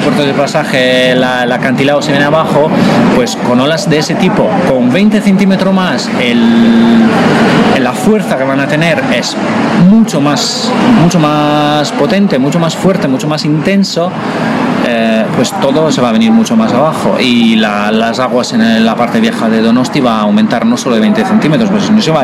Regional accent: Italy; moved away; yo soy italiano

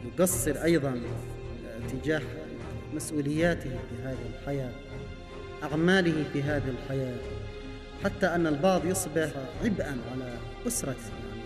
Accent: Yemen; عندنا في اليمن

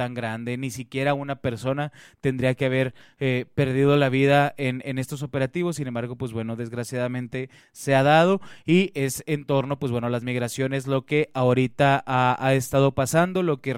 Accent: Mexico

